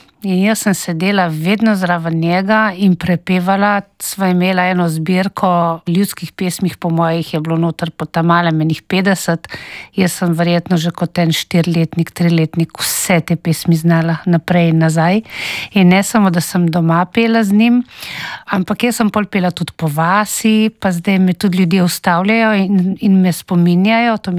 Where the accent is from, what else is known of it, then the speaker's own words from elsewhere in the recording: Ročinj, Goriška, Slovenia; jaz sem odraščala kot otrok v Ročinju pri svoji stari mami in dedku.